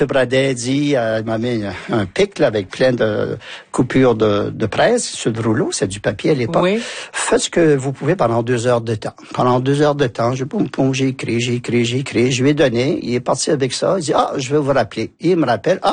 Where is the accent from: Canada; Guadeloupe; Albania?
Canada; accent: Canadian; Il y a un accent canadien. Lorsque je parle en anglais, évidemment, j'ai un accent.